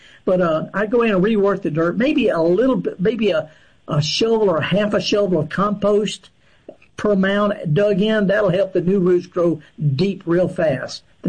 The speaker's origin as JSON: {"language": "English", "region": "Mississippi", "country": "United States", "said": "Ooh, Marshall, I love the Delta. I'm from the Delta."}